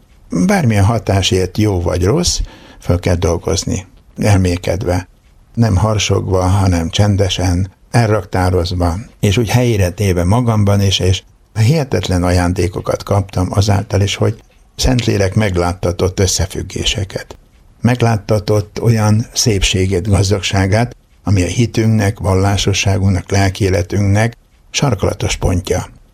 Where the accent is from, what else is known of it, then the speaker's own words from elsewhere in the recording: Rakaca, Borsod-Abaúj-Zemplén, Hungary; moved away; Annak idején szülőfalumban Rakacán